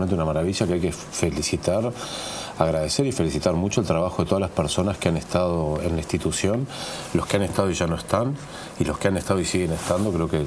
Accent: Uruguay; soy muy orgulloso como uruguayo

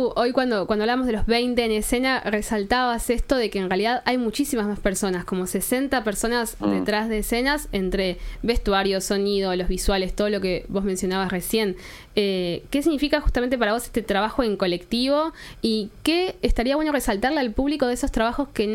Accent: Uruguay; Sí, somos uruguayos.

